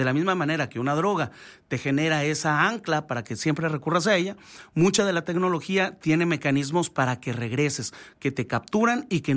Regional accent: Camargo, Mexico; con todo el cariño que tiene un camarguense hacia los muchos camarguenses

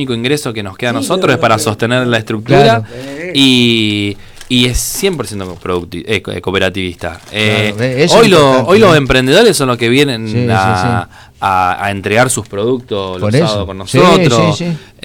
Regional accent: Rosario, Santa Fe, Argentina; born there; moved away as an adult; now in Reconquista, Argentina; Yo soy nacido en Rosario y por elección reconquistense.

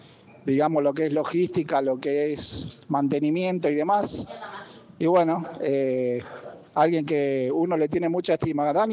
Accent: Buenos Aires, Argentina; now in San Bernardo, Argentina; alguien que conozco en el tiempo que estoy acá, que vine de Buenos Aires, que estoy en San Bernardo

